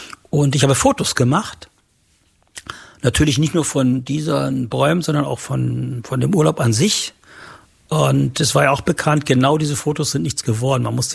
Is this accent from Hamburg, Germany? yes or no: no; Wieblitz, Saxony-Anhalt, Germany; born or raised there